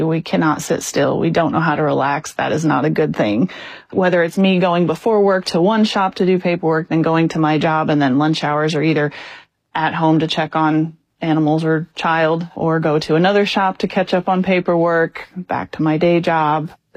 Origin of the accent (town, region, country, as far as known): Urbana, Illinois, United States; born or raised there; now in Monticello, United States